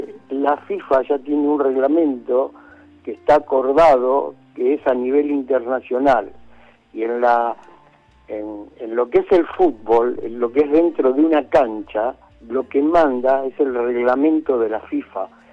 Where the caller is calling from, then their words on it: Boulogne, Buenos Aires Province, Argentina; de Boulogne.